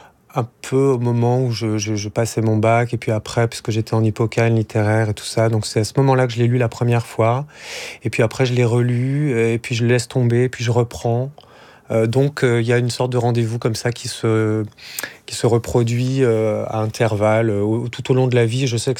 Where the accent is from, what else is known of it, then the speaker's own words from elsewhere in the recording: Paris, Île-de-France, France; born there; Je suis né à Paris, mais on est vite allé habiter à la campagne quand j'étais petit.